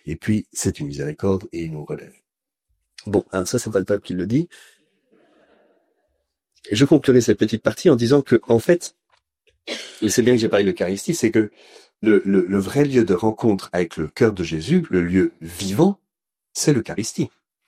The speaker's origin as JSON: {"language": "French", "country": "France", "said": "Puis comme nous on est très intelligents, parce qu'on est français, ils vont quand même un cran au-dessus des autres"}